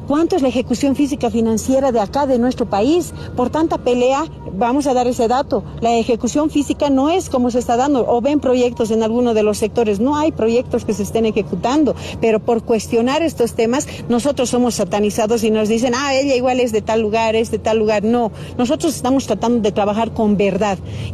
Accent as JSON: {"language": "Spanish", "country": "Bolivia", "said": "como bolivianos, porque bolivianos somos uno solo"}